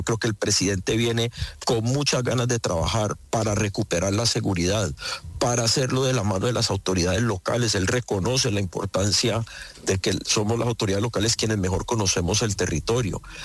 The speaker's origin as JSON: {"language": "Spanish", "town": "Cali", "region": "Valle del Cauca", "country": "Colombia", "said": "para sentirnos orgullosos como caleños, porque nuestra ciudad es el corazón de Colombia."}